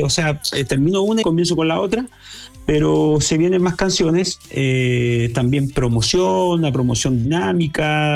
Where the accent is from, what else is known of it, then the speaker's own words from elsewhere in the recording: Chile; now in Mexico; para nosotros como chilenos nos sentimos bien orgullosos.